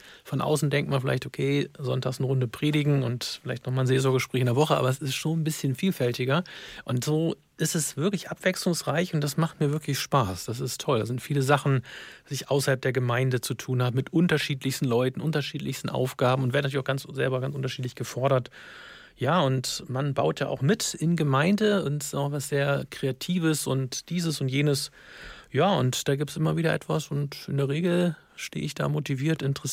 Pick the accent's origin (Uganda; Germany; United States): Germany; Braunschweig, Lower Saxony; now in East Frisia, Germany; ich bin nicht immer in Ostfriesland gewesen, bin aber gebürtiger Niedersachse, komme aus Braunschweig.